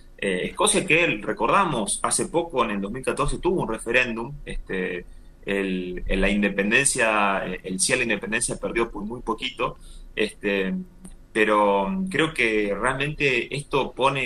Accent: Argentina

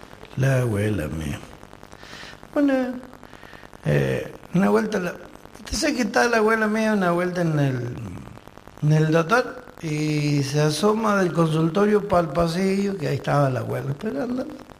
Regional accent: Barrancas, Mendoza, Argentina; mi pueblo, Barranca tiene una iglesia chiquita

